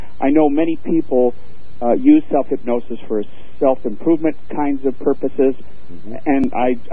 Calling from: Denver, Colorado, United States; in Denver.

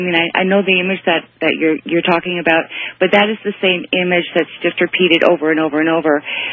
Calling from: Toronto, Ontario, Canada; I'm calling from Toronto, by the way.

